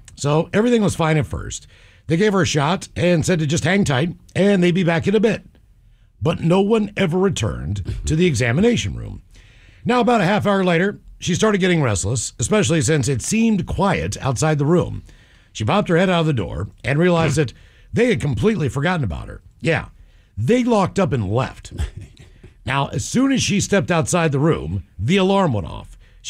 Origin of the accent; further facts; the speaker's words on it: Morgantown, West Virginia, United States; Which is a pretty good haul from where I grew up in Morgantown, probably close to 2 hours.